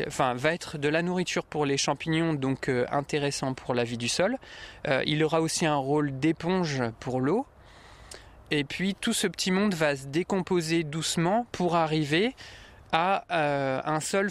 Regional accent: La Rochelle, Nouvelle-Aquitaine, France; born there; Alors, moi, je suis né à La Rochelle.

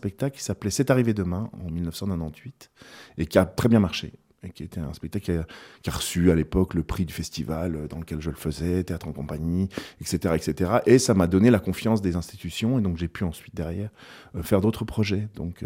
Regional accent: Switzerland; now in France; j'ai travaillé 2 ans en Suisse, parce que je suis suisse, donc du coup, j'ai la possibilité de travailler là-bas. J'ai à plusieurs reprises dans ma vie travaillé en Suisse

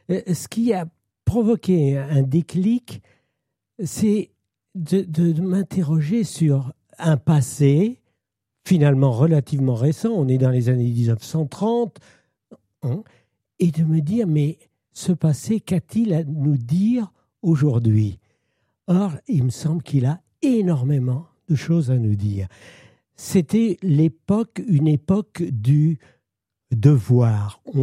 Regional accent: Pays de la Loire, France; chez nous, en Vendée.

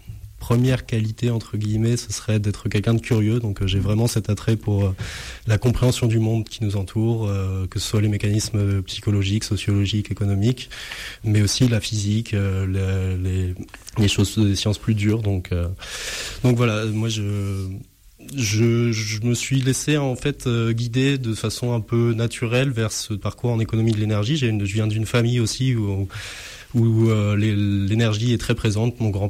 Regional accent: Île-de-France, France; moved away as an adult; also born or lived in Var / Marseille; now in Mirmande, France; je suis né dans le Var. Et j'ai grandi en région parisienne jusqu'à mes 25 ans environ. Et puis j'avais envie de retrouver mon sud un petit peu natal. Donc avec ma compagne, on est parti s'installer à Marseille là, pendant les 4 dernières années

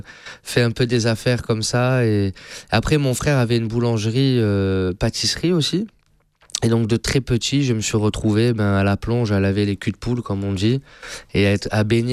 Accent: Nice, Provence-Alpes-Côte d'Azur, France; c'est un garçon de Nice. Je suis né à Nice.

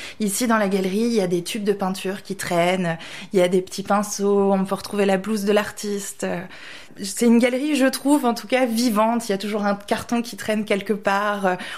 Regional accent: Pont-Aven, Brittany, France; born there; Moi, je suis née ici, je suis née en Bretagne.

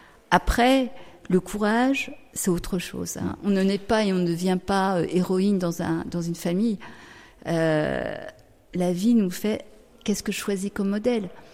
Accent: France; moved away as an adult; also born or lived in Paris / Lebanon; j'ai donc toute mon enfance, adolescence en France, mes études à Paris d'infirmière, et puis après j'ai vécu 25 ans au Liban.

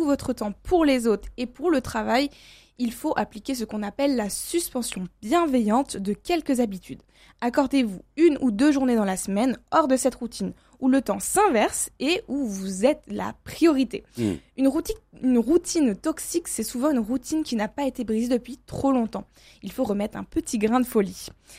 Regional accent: France; Mais nous sommes français.

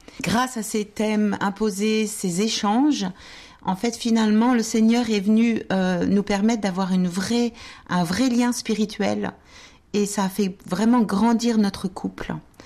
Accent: Concarneau, Brittany, France; born there; parce que je suis née à Concarneau, en Bretagne, et nous avions une partie de la famille qui était ici.

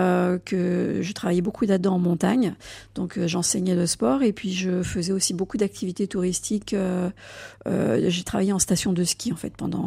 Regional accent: Auvergne-Rhône-Alpes, France; moved away as an adult; now in Bouin, France; je ne suis pas originaire de Vendée. Voilà, je suis plutôt savoyarde. J'ai vécu longtemps à la montagne, je suis née à la montagne, à 1500 mètres d'altitude. Et voilà, je suis arrivée sur le Marais de Boin tout à fait par hasard il y a une quinzaine d'années.

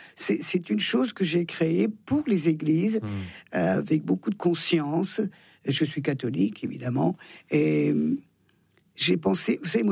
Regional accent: Auvergne-Rhône-Alpes, France; Je suis plus savoyarde que française

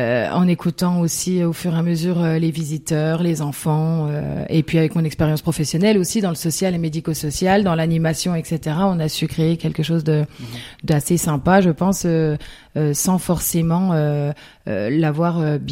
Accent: Grand Est, France; moved away as an adult; now in Le Vernet, France; Alors, moi, je viens tout droit du département des Vosges, où j'ai grandi dans une fratrie de 5 enfants, où j'ai eu une enfance tout à fait ordinaire.

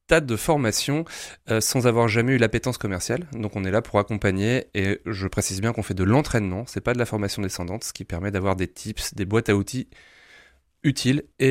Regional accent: Lille, Hauts-de-France, France; je suis nordiste, j'ai eu la chance de voyager beaucoup, mais je reviendrai toujours à Lille.

